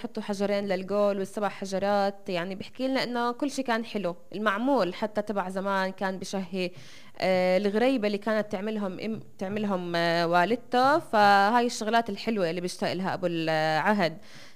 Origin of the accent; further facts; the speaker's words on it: Nablus, Nablus Governorate, Palestine; عندنا بنابلس